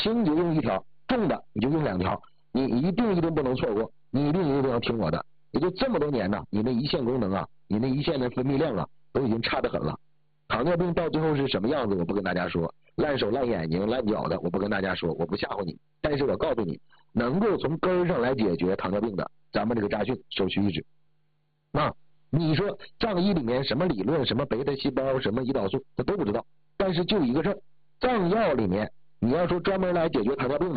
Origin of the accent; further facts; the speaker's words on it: China; 我们都是中国人